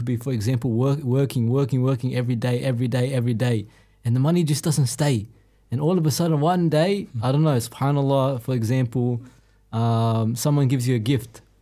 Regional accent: Australia; Born and bred in Australia

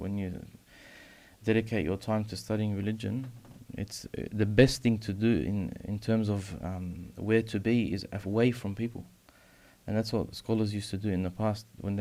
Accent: Australia; born there; moved away as an adult; I was born here in Australia. But to move away from my home and go live and take another place as a permanent home for years, it was hard at the start

